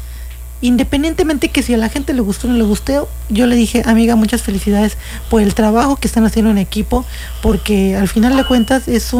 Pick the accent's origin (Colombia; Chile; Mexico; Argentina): Mexico; Yucatán; also born or lived in Chetumal, Quintana Roo; now in Quintana Roo, Mexico; a pesar de que soy de Quintana Roo y Chetumal, y mi familia parte de Cancún, yo nunca crecí aquí, yo crecí en Yucatán.